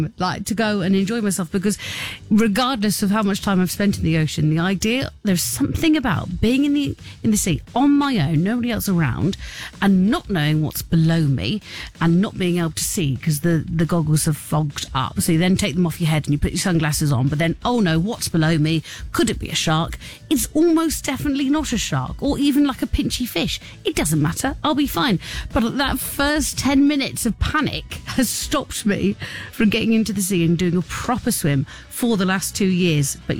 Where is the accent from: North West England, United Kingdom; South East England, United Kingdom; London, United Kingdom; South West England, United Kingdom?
South West England, United Kingdom; moved away as an adult; now in Cyprus; I've been here for 2 years, right? I'm from Cornwall. I know the sea. I've operated with the sea on a regular basis growing up.